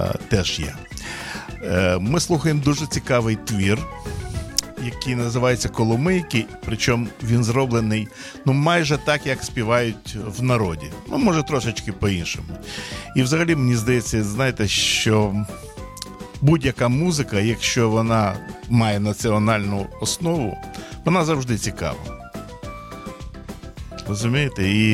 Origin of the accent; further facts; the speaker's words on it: Odesa Oblast, Ukraine; moved away; also born or lived in Bălți, Moldova; Я не з Львівщини, я з Одещини, але теж навчався в місті Більце.